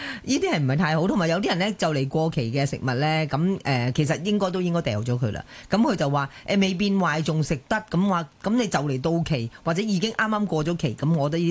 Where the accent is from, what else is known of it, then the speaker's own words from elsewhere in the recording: Hong Kong; 我哋香港人